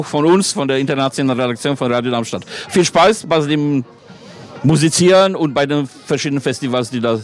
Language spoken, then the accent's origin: German; Poland; German is a second language; now in Mainz, Germany; Ich bin zum Beispiel aus Polen